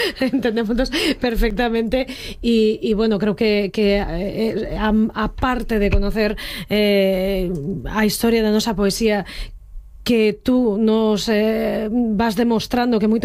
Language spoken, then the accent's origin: Spanish; Asturias, Spain; somos dos asturianos falando asturiano.